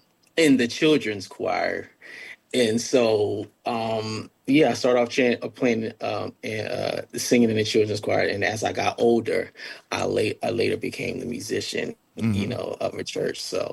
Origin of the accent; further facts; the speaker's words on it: Maryland, United States; I'm a country guy at heart. And so even though, you know, I was born in Baltimore City, you know, I was raised in Harford County, which is like the outskirts of, you know, Baltimore City.